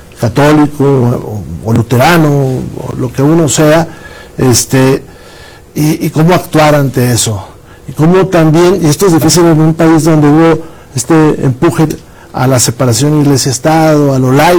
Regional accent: Coahuila, Mexico

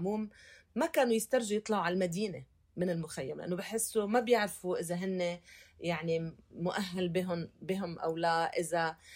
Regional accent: Palestine; انا فلسطينية. يعني تخيل انا لهجتي يمكن ما بعرف، ساعة يقول لي تونسية، ساعة يقول لي كذا، ساعة يقول لي اردن، ساعة يقول سوريا، بس ما تخيل فلسطين

